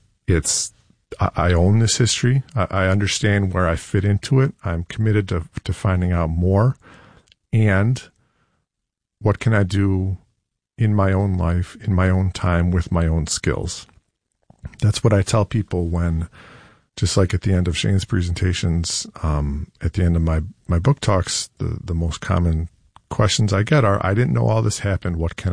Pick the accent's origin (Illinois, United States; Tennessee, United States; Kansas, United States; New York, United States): New York, United States; Penfield; I grew up in Penfield, and you know, in my own path, I kind of came to that same moment. I grew up in a more or less homogenous community